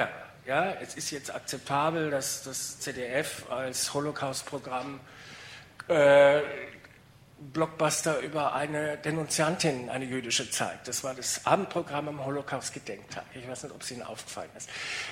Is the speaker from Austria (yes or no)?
no; Bavaria, Germany; ich bin in Bayern groß geworden